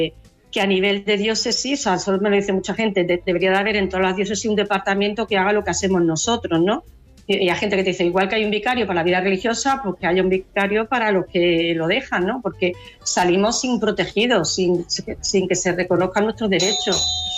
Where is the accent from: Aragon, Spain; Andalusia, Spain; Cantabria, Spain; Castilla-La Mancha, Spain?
Andalusia, Spain; Seville; moved away; yo soy de Sevilla.